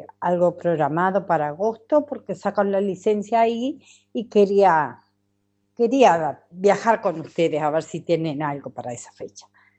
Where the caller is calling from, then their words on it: Piriápolis, Maldonado, Uruguay; Te hablo de Piriápolis